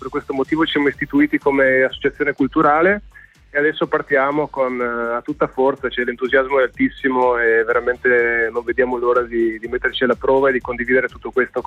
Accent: Trieste, Friuli-Venezia Giulia, Italy; moved away as an adult; now in Buje, Croatia; a Buie da 4 anni, ho avuto un figlio nel frattempo, quindi me la vivo proprio da local, nonostante sia nato e cresciuto a Trieste

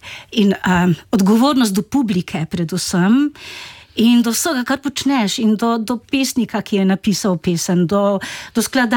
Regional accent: Ruše, Drava, Slovenia; sem poslušala jazz program, to je bil Radio Maribor, ker sem iz Ruš.

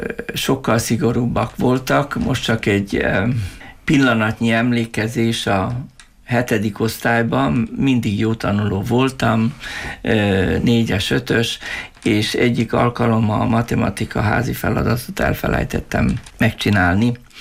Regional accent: Vojvodina, Serbia; Én ugye 52-ben születtem, még a múlt században, vagy ezredben, és abban az időben gyermekkoromra emlékezve elég szerényes viszonyok között éltünk

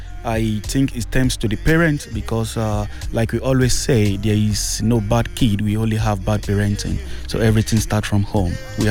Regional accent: Lagos, Nigeria; moved away as an adult; also born or lived in western Nigeria; now in Maribor, Slovenia; I'm from the west part of Nigeria, but I was born in Lagos. I live all my life in Lagos.

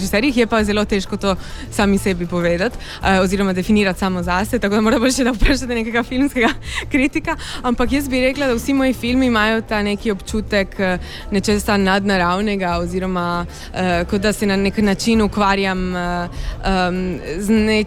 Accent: Trieste, Friuli-Venezia Giulia, Italy

